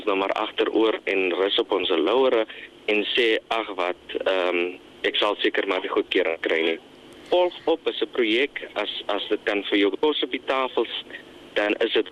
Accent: Namibia; ons as inwoners en as Namibiërs

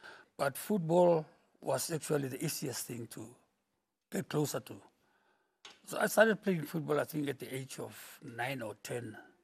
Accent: Windhoek, Khomas, Namibia; So I ended up being in Windhoek, and this was how I grew up in Windhoek.

